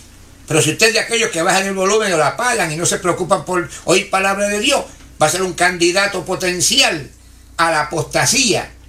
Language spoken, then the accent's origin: Spanish; Puerto Rico; now in Pennsylvania, United States; Está aquí en Pensilvania, donde yo estoy. Pero como yo soy puertorriqueño, pienso que estoy en mi patria.